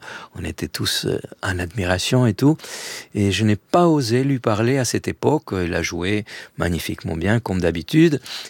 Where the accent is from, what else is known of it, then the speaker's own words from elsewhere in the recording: Argentina; French is a second language; moved away; J'ai dit, mais c'est bizarre là, j'ai quitté l'Argentine pour faire que de la musique classique, et je rencontre la musique juive, et je rencontre maintenant les tangos.